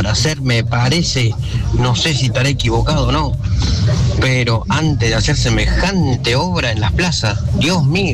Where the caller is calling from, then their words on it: La Plata, Buenos Aires Province, Argentina; de la Hermosura.